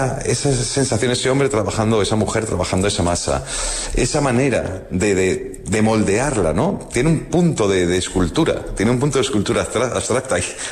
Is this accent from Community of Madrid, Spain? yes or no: yes; Madrid, Community of Madrid, Spain; born there; Yo no he nacido en una zona de mar, porque nací en Madrid